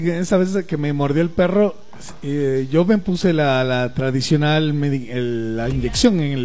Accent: Quito, Pichincha, Ecuador; Yo soy quiteño, pero tengo raíces cuencanas.

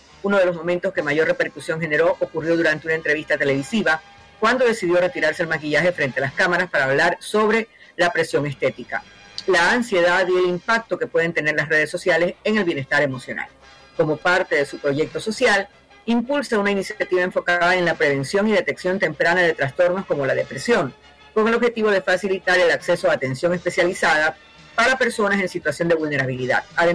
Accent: Ecuador; como ecuatoriana tengo que abrir los ojos

